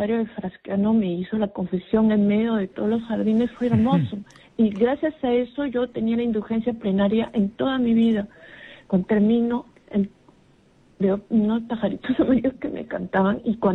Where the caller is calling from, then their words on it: Lima, Peru; Hablo de San Juan de Miraflores.